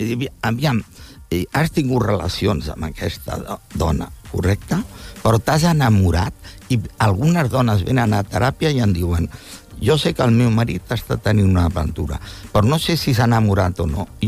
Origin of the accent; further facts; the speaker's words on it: Catalonia, Spain; els que som catalans